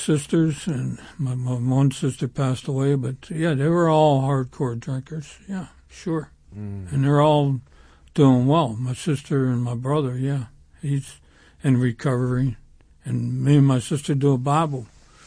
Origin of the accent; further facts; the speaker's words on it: McKees Rocks, Pennsylvania, United States; the violence that I grew up in McKees Rocks, you know.